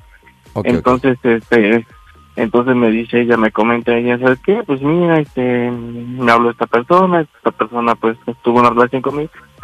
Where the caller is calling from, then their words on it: Veracruz, Mexico; Ok, tengo 28 años, soy del estado de Veracruz.